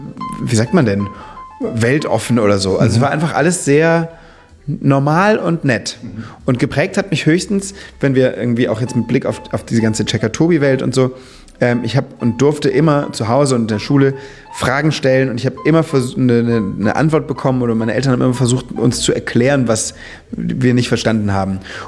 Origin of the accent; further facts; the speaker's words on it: Mainz, Rhineland-Palatinate, Germany; born there; Ich bin gebürtig aus Mainz und die ersten 10 Jahre meines Lebens, also auch das Grundschulalter, habe ich in einem Vorort von Mainz verbracht